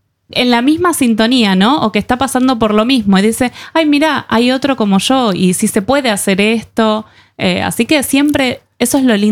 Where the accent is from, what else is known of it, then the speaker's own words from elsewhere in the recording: Argentina; Los argentinos nos creemos psicoterapeutas de todos. Acá psicoanalizamos a todos los argentinos.